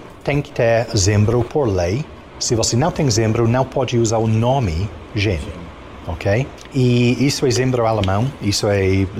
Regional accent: England, United Kingdom; now in Brazil; Eu sou inglês

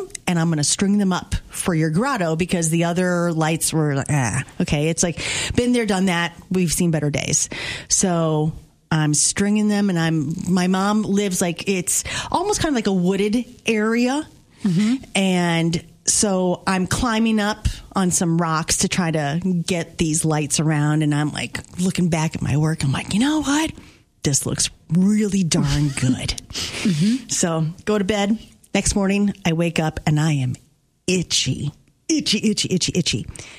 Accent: St. Louis, Missouri, United States; growing up in St. Louis, we all got chigger bites

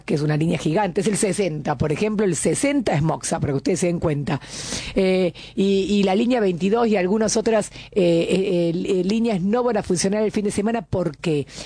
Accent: Argentina; porque no, somos argentinos

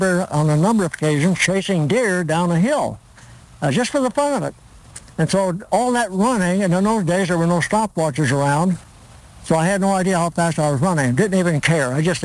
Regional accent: Torrance, California, United States; first language Italian; English is a second language; also born or lived in Olean, New York; And so ever since I was 2 years old, I lived in Torrance, California, just south of L.A., about 20 miles.

